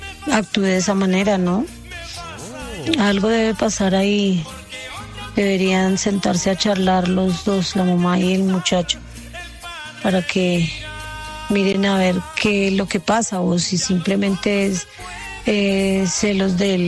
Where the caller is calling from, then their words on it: San Cipriano, Colombia; de San Cipriano.